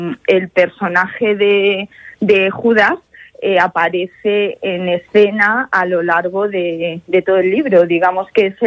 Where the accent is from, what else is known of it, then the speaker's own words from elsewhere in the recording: Buenasbodas, Castilla-La Mancha, Spain; realmente es el territorio mío originario, es decir, yo soy de Buenas Bodas, natural de Buenas Bodas de La Jara